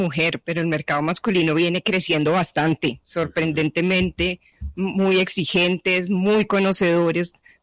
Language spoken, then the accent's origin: Spanish; Bogotá, Colombia; born there; Pero yo nací en Bogotá, sí.